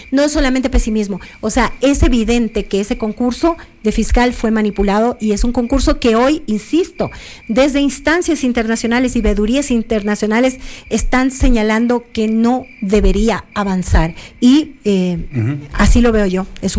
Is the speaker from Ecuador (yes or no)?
yes; Coast, Ecuador; Yo soy costeña